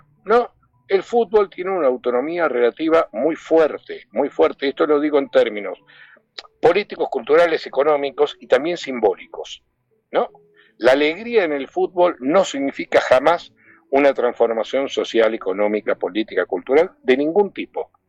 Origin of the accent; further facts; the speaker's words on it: Argentina; los argentinos, hasta donde sé, somos argentinos y argentinas